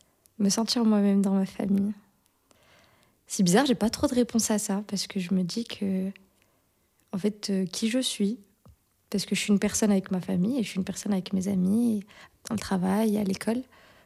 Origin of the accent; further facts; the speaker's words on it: Morocco; born there; Bah, en fait, je suis pas née ici. Je suis née au Maroc.